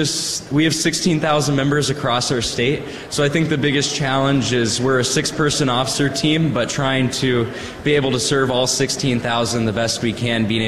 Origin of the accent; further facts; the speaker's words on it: Faribault, Minnesota, United States; I'm from Faribault.